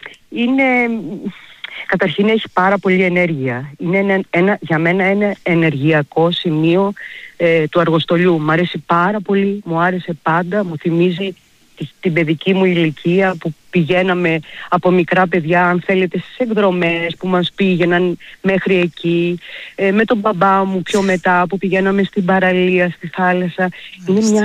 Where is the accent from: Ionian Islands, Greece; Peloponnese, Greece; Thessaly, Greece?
Ionian Islands, Greece; Kefalonia; now in Athens, Greece